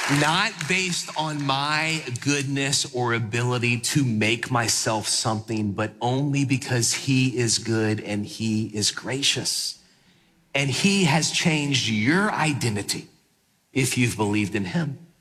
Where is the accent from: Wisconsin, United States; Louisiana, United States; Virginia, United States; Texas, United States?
Louisiana, United States; New Orleans; I grew up in New Orleans. All my buddies growing up were Catholic, and so I heard about the saints in the Catholic Church.